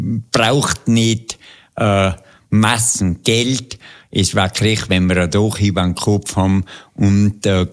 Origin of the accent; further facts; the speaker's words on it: Tyrol, Austria; Meine Heimat.